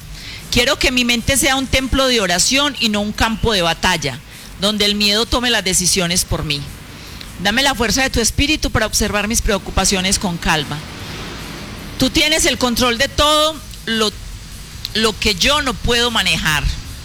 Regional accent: Remedios, Antioquia, Colombia; los que somos de Remedios

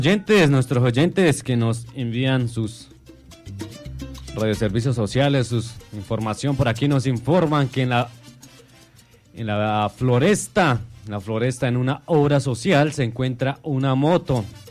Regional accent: Medellín, Antioquia, Colombia; now in Cauca, Colombia; desde Medellín, a mi tierra, a mis compañeros, a los paisas

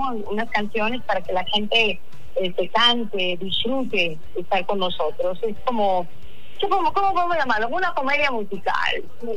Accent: Mexico; also born or lived in Bogotá, Colombia; O sea, nací yo en Bogotá, pero me crié toda la vida en México

